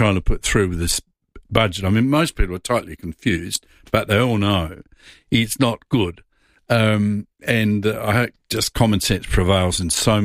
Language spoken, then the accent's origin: English; Adelaide, South Australia, Australia; I grew up in Paynham